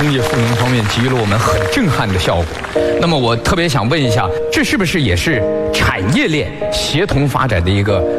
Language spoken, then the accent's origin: Chinese; China; 我们中国人